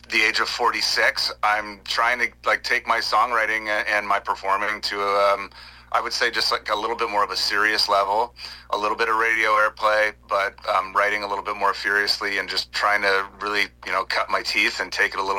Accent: Oshawa, Ontario, Canada; I'm from Oshawa, Ontario

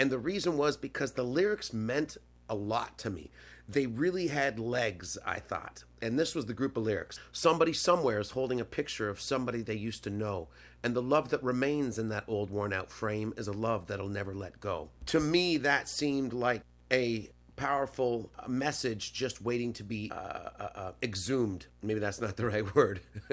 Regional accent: St. Catharines, Ontario, Canada; I'm an independent artist. I grew up in St. Catharines, Ontario.

